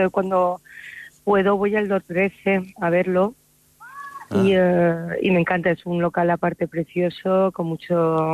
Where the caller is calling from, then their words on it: Muro, Balearic Islands, Spain; ahora mismo estoy llegando a Muro.